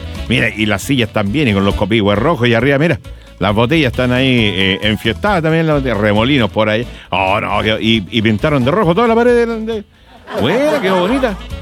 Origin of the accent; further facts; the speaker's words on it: Chile; si usted sabe cómo somos los chilenos.